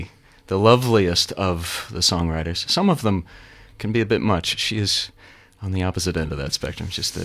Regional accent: Gig Harbor, Washington, United States; now in Nashville, United States; I was born in Gig Harbor, back before it was insufferable.

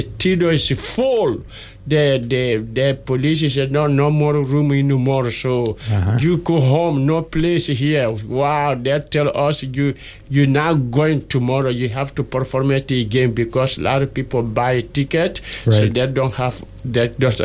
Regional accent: Guinea; I am from Guinea, West Africa.

